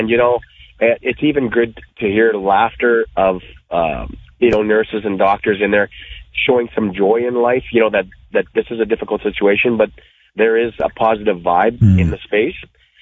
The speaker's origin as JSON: {"language": "English", "town": "Yorkton", "region": "Saskatchewan", "country": "Canada", "said": "because we're from the Yorkton area"}